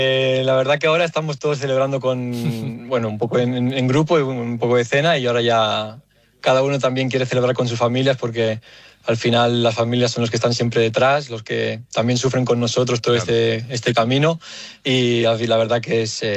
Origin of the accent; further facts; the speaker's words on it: Barcelona, Catalonia, Spain; born there; accent: Castilian; bueno, es verdad que el acento es de un acento castellano, ¿no?